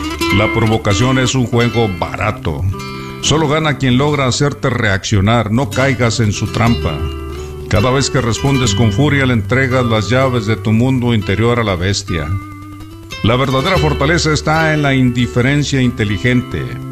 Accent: León, Guanajuato, Mexico; Yo soy de León.

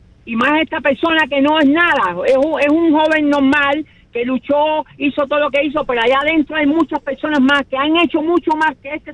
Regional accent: San Antonio de los Baños, Artemisa, Cuba; moved away; Y yo soy …, promotora del 11 de julio de San Antonio de los Baños. Me crié ahí y soy de San Antonio de los Baños.

